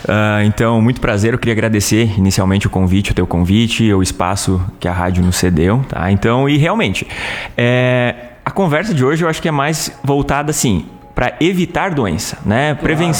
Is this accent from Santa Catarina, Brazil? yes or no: yes; Guaraciaba, Santa Catarina, Brazil; moved away as an adult; also born or lived in Cascavel, Paraná / Porto Alegre; Eu sou daqui, eu sou da região, eu nasci em Guaraciaba, né? Me criei no interior de Guaraciaba, ali em Ouro Verde, né? No interior.